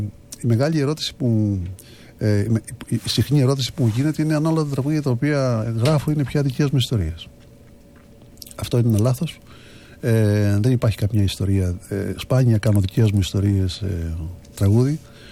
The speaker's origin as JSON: {"language": "Greek", "town": "Anogeia", "region": "Crete", "country": "Greece", "tie": "born or raised there", "said": "Γεννήθηκα στα Ανόγια της Κρήτης"}